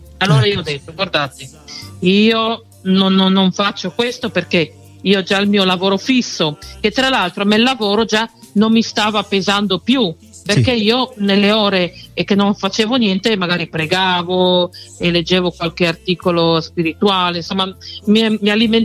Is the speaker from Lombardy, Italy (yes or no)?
no; Pordenone, Friuli-Venezia Giulia, Italy; perché sono originaria di Pordenone, no?